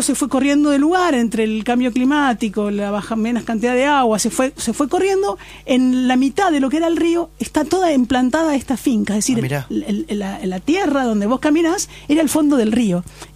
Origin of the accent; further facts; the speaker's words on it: Argentina; Y que somos tintocéntricos los argentinos.